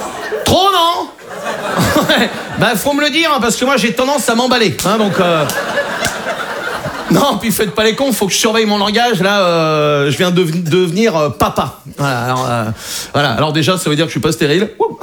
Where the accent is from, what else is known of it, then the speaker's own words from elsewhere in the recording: Brittany, France; Je suis breton. J'ai 21 ans.